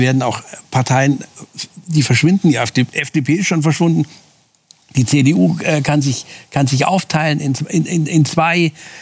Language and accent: German; Munich, Bavaria, Germany; Für mich, ich bin ja aus Bayern, ich bin ja in München zu Hause.